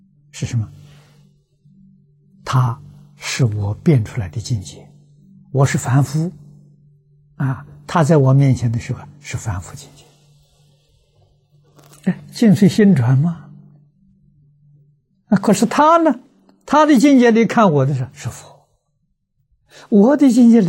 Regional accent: China; 我们中国人叫氛围啊，

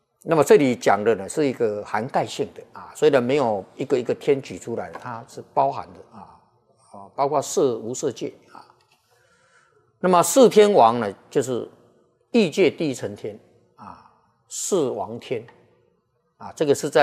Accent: China; 但这个小人这个名称在我们中国人家听了就很不喜欢听

